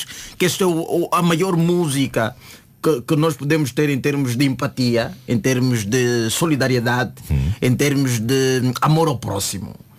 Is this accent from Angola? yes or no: yes; Angola; porque até eu, como angolano, conheço e domino-a.